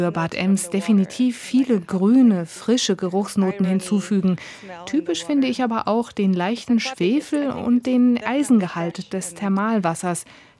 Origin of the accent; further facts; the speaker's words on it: Puerto Rico; moved away; also born or lived in Würzburg, Germany; In Puerto Rico benutzen wir es als Medizin für den Körper, aber auch zur seelischen Heilung.